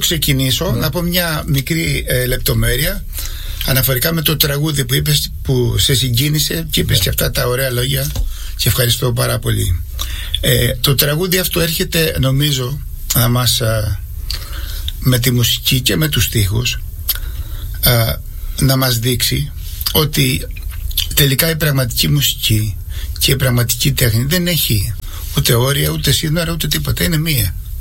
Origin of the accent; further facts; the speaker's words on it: Anogeia, Crete, Greece; μεγάλωσα στα Ανόγια, μεγάλωσα μέσα στα αμπέλια και το κρασί